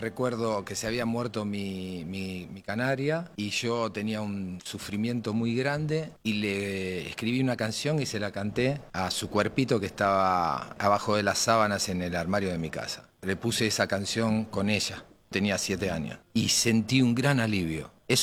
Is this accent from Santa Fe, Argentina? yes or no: no; Avellaneda, Buenos Aires Province, Argentina; Nací en Avellaneda, en un barrio. Yo nací en un pueblito, en Avellaneda, que justamente le decía el pueblito, que es un pedacito de Piñeiro, o Entre Vías, donde éramos aproximadamente unos 1000 habitantes, metidos y encerrados en lo que era Avellaneda, ¿no? En ese marco me crié, en ese marco hice la primaria